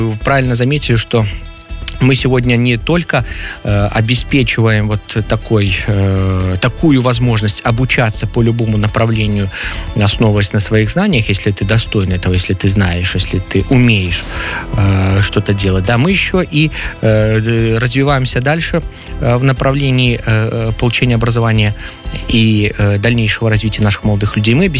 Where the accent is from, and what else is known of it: Belarus